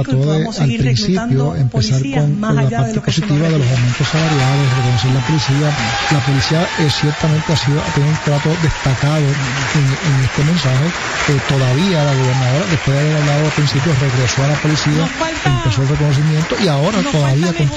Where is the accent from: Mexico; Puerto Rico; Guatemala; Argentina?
Puerto Rico; todos somos puertorriqueños.